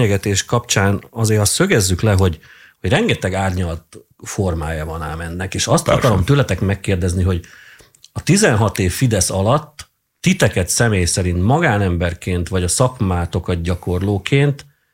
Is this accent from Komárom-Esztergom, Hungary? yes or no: yes; Tatabánya, Komárom-Esztergom, Hungary; A szülővárosomban oda citálnak